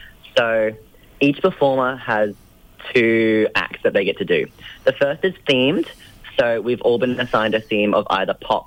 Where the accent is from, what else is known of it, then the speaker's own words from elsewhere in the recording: Mackay, Queensland, Australia; I'm from a small town up on the east coast, Mackay, and we don't get drag.